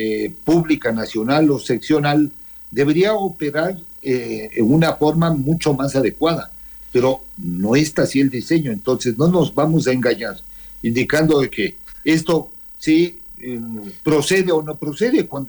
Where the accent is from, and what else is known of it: Ecuador